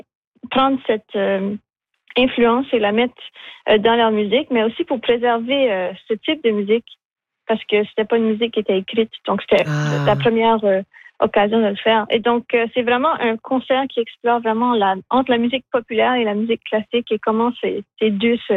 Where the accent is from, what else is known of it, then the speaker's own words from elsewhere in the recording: Edmundston, New Brunswick, Canada; born there; parce que moi, je suis née à Edmundston, mais je n'ai pas toujours grandi là, j'ai déménagé.